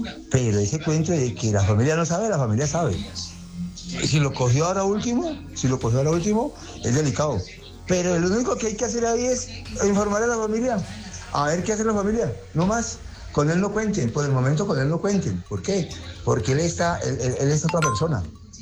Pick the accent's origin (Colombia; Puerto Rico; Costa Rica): Colombia; Cali, Valle del Cauca; de Cali para el mundo